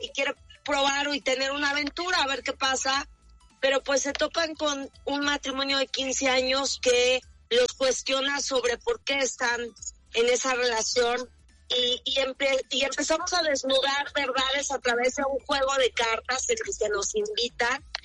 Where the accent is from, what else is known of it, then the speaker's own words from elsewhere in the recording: Tuxpan, Veracruz, Mexico; Yo soy de Tuxpan